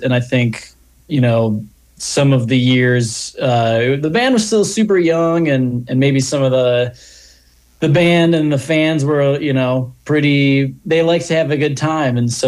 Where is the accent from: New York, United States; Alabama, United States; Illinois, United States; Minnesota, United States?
Illinois, United States; moved away as an adult; now in Bozeman, United States; growing up in Illinois, I think Illinois is the second flattest state behind Florida.